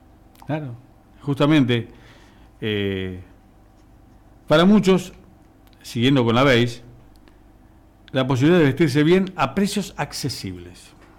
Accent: La Plata, Buenos Aires Province, Argentina; Como, aquí la gente de La Plata, yo soy de La Plata, pero la gente de La Plata es un poco careta algunos, ¿viste?

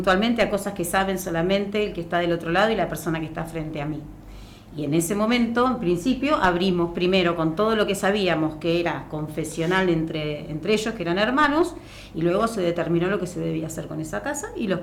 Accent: La Plata, Buenos Aires Province, Argentina; yo soy de acá de La Plata, chico.

